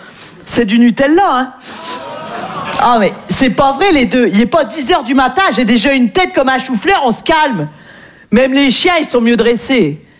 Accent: the north of France, France; moi je viens du nord de la France.

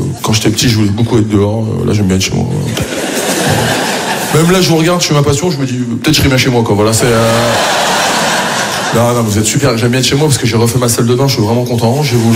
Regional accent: France

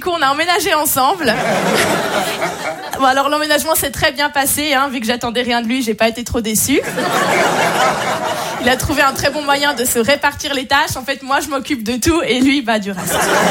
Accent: Switzerland; Parce qu'en fait, je viens de Suisse, je ne l'ai pas dit au début.

